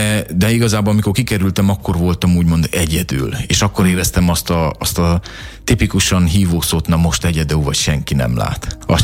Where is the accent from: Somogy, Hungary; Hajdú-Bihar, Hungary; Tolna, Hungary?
Hajdú-Bihar, Hungary; Hajdúsámson; moved away as an adult; also born or lived in Debrecen; Én keresztény családban nőttem fel, keresztény otthonba, Debrecen és környéke, Hajdúsámson pontosabban, félig itt, félig ott gyerekként.